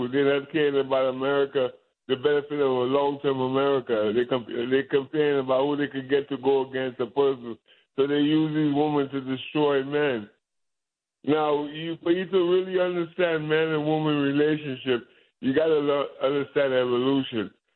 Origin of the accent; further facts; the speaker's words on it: Trinidad & Tobago; I'm not saying it's because she's from Trinidad, because I'm from Trinidad.